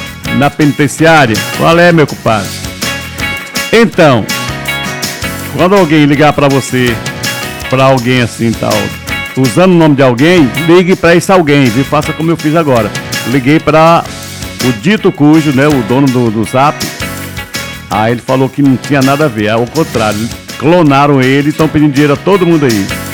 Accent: Northeast Region, Brazil; Eu sou nordestino, cabo retado, eu gosto mais de comida nordestina.

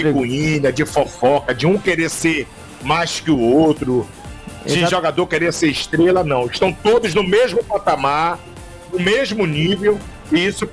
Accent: Brazil; A gente é brasileiro, né?

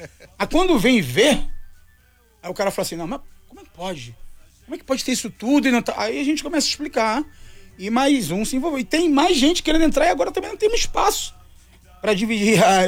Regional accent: Rio de Janeiro, Brazil; moved away as an adult; now in Minas Gerais, Brazil; eu sou do Rio de Janeiro

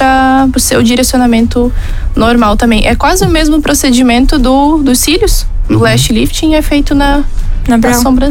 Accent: Ituporanga, Santa Catarina, Brazil; Nasci aqui em Tuporanga.

